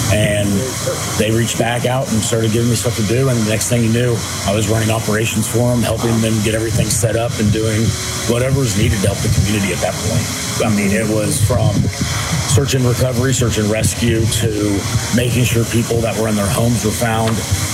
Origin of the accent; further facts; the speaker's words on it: Kerrville, Texas, United States; I mean, I'm from Kerrville.